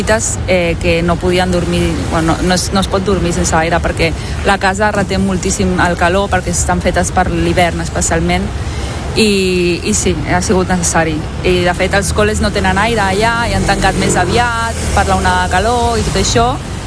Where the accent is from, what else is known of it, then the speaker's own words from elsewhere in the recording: Barcelona, Catalonia, Spain; venim de Barcelona i sabíem que aquí era dur a l'estiu sense aire